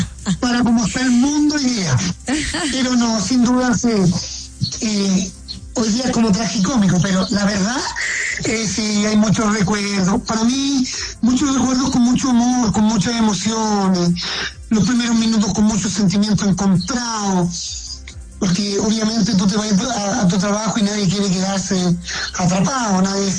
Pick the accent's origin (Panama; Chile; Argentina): Chile; nos reíamos de esa situación porque pasaban muchas cosas por la cabeza de nosotros como mineros chilenos.